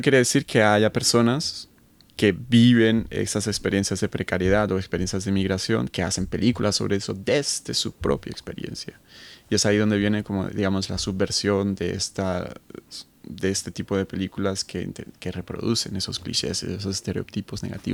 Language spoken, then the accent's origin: Spanish; Colombia; also born or lived in Spain; O sea, yo soy colombiano-español, ustedes son chilenos